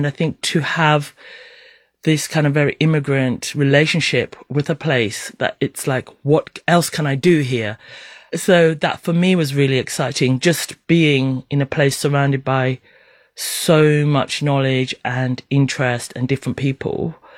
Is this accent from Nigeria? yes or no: no; St. Kitts & Nevis; moved away; also born or lived in Kenya; So my mum was from St. Kitts, which is why I ended up in St. Kitts. My dad's Kenyan. I was born in Kenya. And then when my parents separated, I moved to St. Kitts.